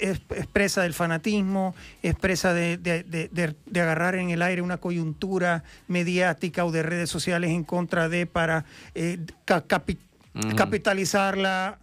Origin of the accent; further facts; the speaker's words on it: El Salvador; yo soy del Salvador